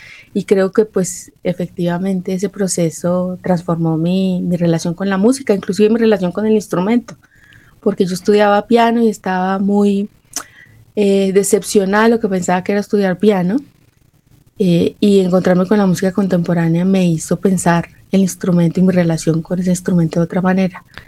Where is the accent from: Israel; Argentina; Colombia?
Colombia; Sogamoso, Boyacá; moved away; Yo estudié piano porque era lo único que podía estudiar en Sogamoso, teclado, en donde yo nací